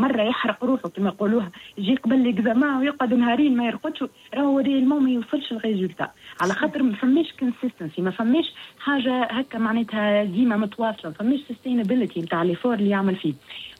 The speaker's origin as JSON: {"language": "Arabic", "country": "Tunisia", "said": "اني نقرا باللي مويان اللي عندنا في تونس"}